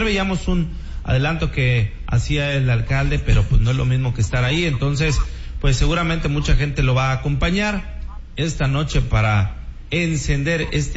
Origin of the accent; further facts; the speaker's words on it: Mexico; de sentirnos obviamente como mexicanos en este mes, en mes patrio.